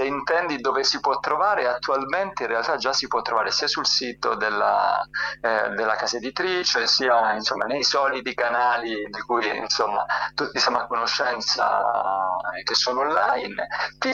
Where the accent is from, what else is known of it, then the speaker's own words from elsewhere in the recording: Soverato, Calabria, Italy; in Calabria, vicino insomma, al mio paese a Soverato